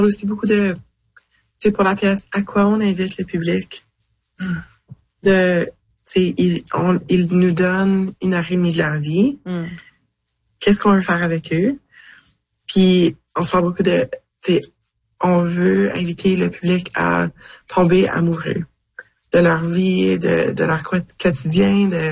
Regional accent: Manitoba, Canada; Puis, tu sais, moi, je viens du Manitoba.

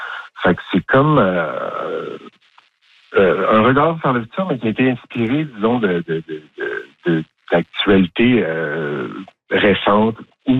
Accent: Quebec, Canada; now in Maisonnette, Canada; Oui, je suis originaire des Cantons de l'Est, mais j'habite à Montréal un petit bout.

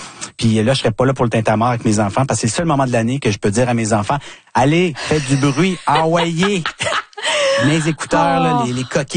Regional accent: Quebec, Canada; Moi, je suis un Acadien québécois finalement, comme il y en a en Louisiane également.

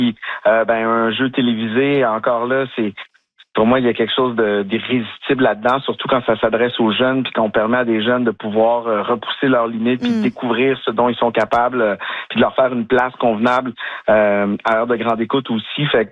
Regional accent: Quebec City, Quebec, Canada; je viens de Québec

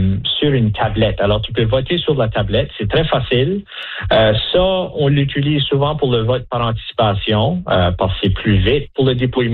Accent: New Brunswick, Canada; Moi, je suis un Acadien, je suis originaire du New-Brunswick

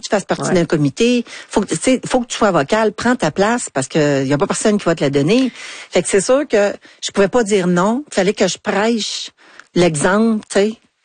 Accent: Anjou, Quebec, Canada; C'était chez nous, mon patelin, les gens que je connaissais

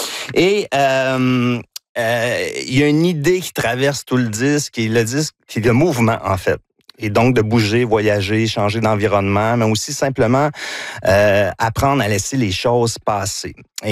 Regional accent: Victoriaville, Quebec, Canada; accent: Victoriaville accent; C'est mon accent de Victoriaville

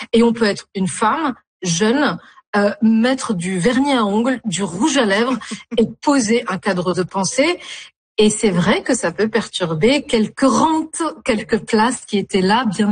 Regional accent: Tunis, Tunis Governorate, Tunisia; moved away as an adult; now in France; Tunis, j'ai grandi en Tunisie, c'est mon pays. Puis après, je suis arrivée à 18 ans en France pour mes études supérieures.

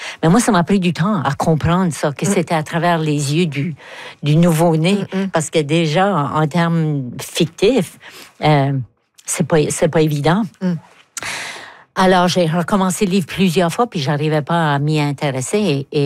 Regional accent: Moncton, New Brunswick, Canada; accent: Chiac; J'avais pas lu grand-chose en français parce que moi, je suis Chiac de Moncton. Donc, à l'époque, dans les années 50, on n'avait pas vraiment accès à beaucoup, beaucoup de livres francophones.

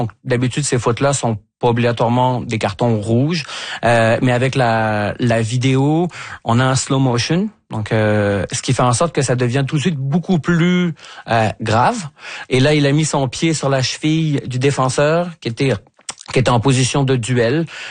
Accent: France; now in Trois-Rivières, Canada; en tant que Français

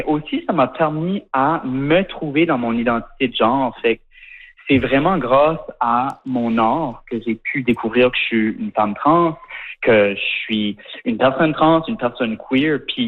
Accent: Shediac, New Brunswick, Canada; now in Montreal, Canada; Puis tu sais, moi j'ai grandi à Shediac au Nouveau-Brunswick.

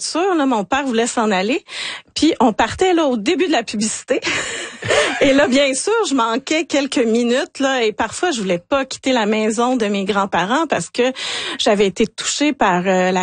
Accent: Quebec, Canada; Et puis moi, vous l'avez dit, je viens du Saguenay

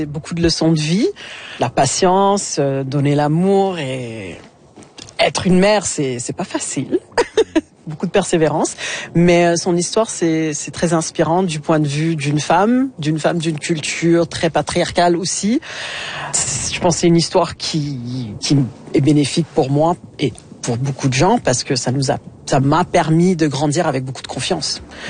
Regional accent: Quebec, Canada; J'étais québécoise, je m'identifiais comme une québécoise quand j'étais plus jeune parce que j'ai grandi au Québec

